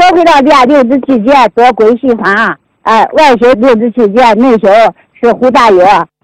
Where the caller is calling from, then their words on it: Xinjiang, China; 我是来自新疆的。